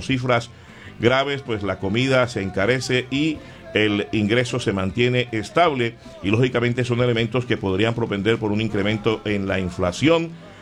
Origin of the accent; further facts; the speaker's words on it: Colombia; lo que nos ya cargamos a cuesta los colombianos